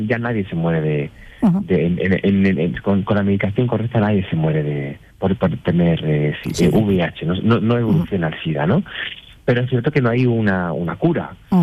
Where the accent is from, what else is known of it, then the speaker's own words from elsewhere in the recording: Úbeda, Andalusia, Spain; A Úbeda, mi tierra, mi preciosa ciudad, le pega un tajo, tiene la capa, que es la capa principal.